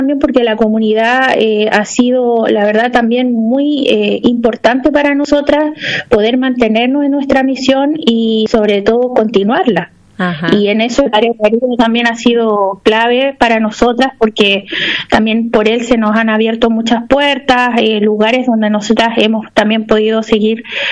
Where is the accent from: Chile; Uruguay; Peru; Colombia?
Chile; accent: Chilean; moved away as an adult; now in Tucumán, Argentina; soy chilena por mi acento